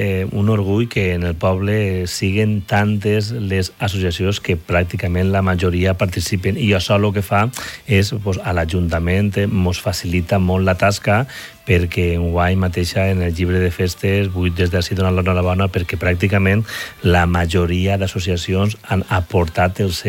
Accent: Real de Gandia, Valencian Community, Spain; el meu poble, el nostre poble, és un poble molt participatiu

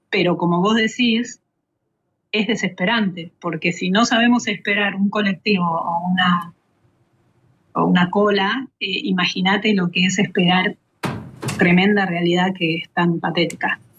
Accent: San Carlos de Bariloche, Río Negro, Argentina; now in Córdoba, Argentina; nos habíamos conocido en Bariloche, somos las dos de Bariloche

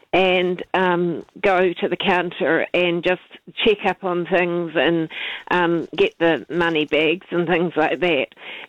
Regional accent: Scotland, United Kingdom; because of me being Scottish, they've given me jokes

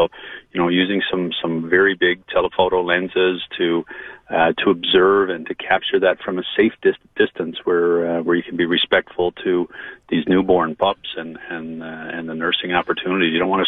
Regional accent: Newfoundland and Labrador, Canada; When we talk about, especially as a Newfoundlander and Labradorian and being exposed to the coast so much, to be out there immersed in that marine life was inspirational to me

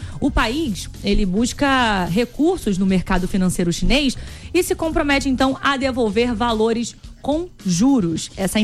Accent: Rio de Janeiro, Brazil; Eu uso quentinha, acredita? Do Rio de Janeiro, né?

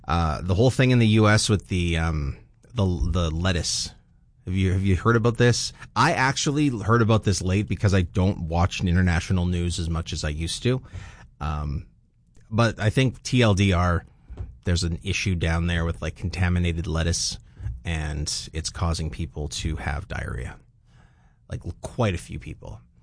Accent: Canada; most American elections were hilarious to watch as a Canadian

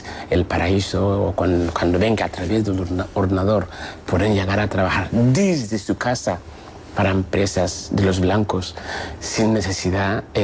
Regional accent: Peru

